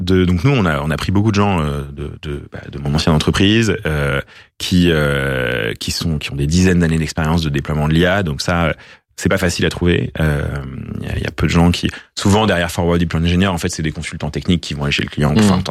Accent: France

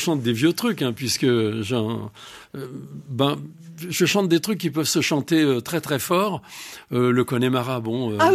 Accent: Montmirail, Grand Est, France; alors que je viens de Montmirail, dans la Marne, mon père réparait des postes de télévision

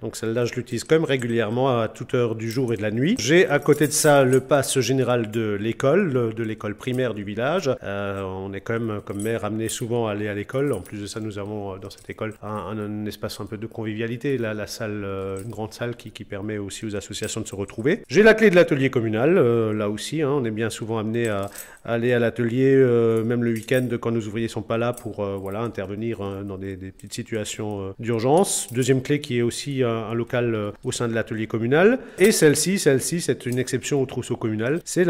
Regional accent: Matzenheim, Grand Est, France; born or raised there

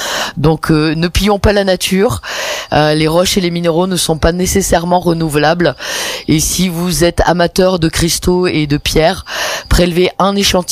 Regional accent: Auvergne-Rhône-Alpes, France; en tant qu'Auvergnat et en tant qu'habitant du massif central

